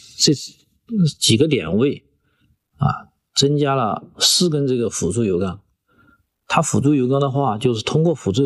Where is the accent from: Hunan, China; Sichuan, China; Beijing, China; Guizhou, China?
Sichuan, China; Chengdu; 上世纪90年代，有外国专家说我们成都属于成都的地质情况属于世界性的难题，我们中国人没法去单独去完成这个施工的任务。